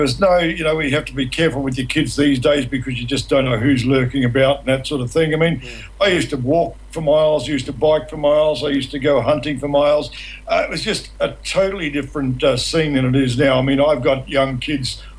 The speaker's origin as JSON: {"language": "English", "country": "New Zealand", "tie": "born or raised there", "said": "growing up in New Zealand on the dairy farm"}